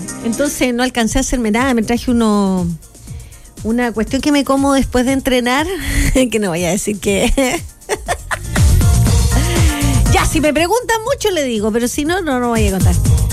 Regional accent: northern Chile, Chile; also born or lived in Santiago; somos el norte de Chile

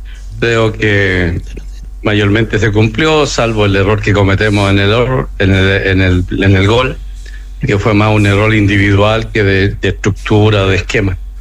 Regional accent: Antofagasta, Chile; yo soy antofagastino y nunca como antofagastino he bajado los brazos en mi carrera.

